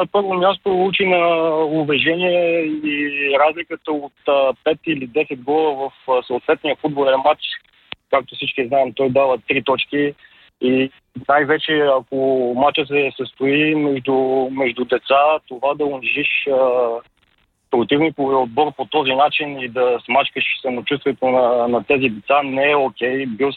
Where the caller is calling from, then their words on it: Pazardzhik, Pazardzhik Province, Bulgaria; съм от Пазарджик.